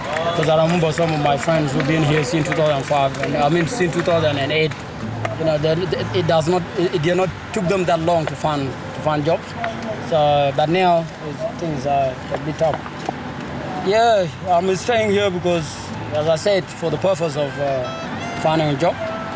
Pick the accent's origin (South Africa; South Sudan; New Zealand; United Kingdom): South Sudan; also born or lived in Canberra; now in Alice Springs, Australia; I'm from South Sudan. That's where I was born. Yeah, I came to Alex Springs somewhere around February this year, 2013.